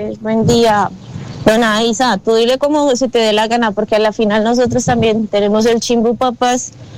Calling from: Caribbean coast, Colombia; Yo soy costeña y soy mayor que tú

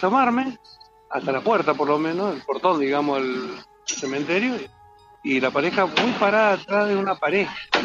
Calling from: Buenos Aires, Argentina; Y acá de Capital soy.

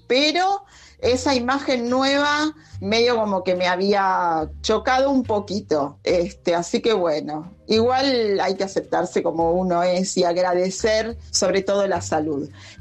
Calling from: Temperley, Buenos Aires Province, Argentina; de Temperley. Vos sabés que yo nunca tuve problemas con mi propia imagen, pero últimamente tuve un cambio corporal a causa de la menopausia. Yo tengo 54 años

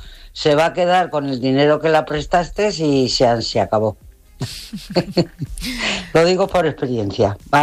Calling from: Navalagamella, Community of Madrid, Spain; de Navalagamella.

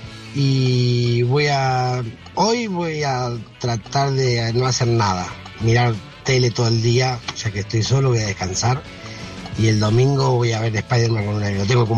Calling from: Buenos Aires, Argentina; de Lugano.

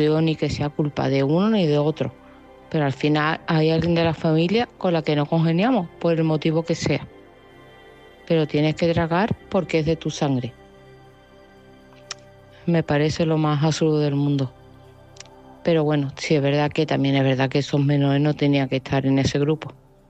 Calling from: Seville, Andalusia, Spain; de Sevilla.

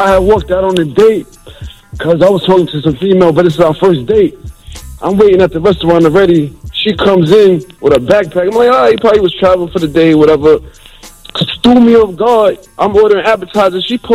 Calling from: Yonkers, New York, United States; I'm calling from Yonkers.

